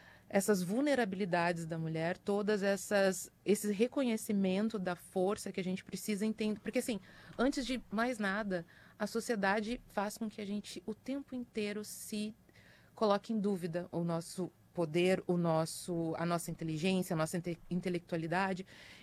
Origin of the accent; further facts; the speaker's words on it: Alvorada, Rio Grande do Sul, Brazil; Eu sou de Alvorada.